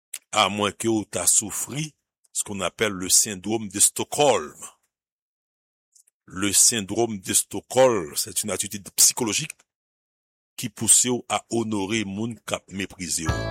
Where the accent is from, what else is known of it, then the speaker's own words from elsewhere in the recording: Haiti; En tant qu'haïtien, nous pas capables de supporter Argentine.